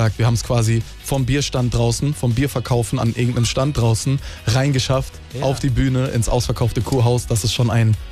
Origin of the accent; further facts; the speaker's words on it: Oberkirch, Baden-Württemberg, Germany; ich bin in Oberkirch geboren und groß geworden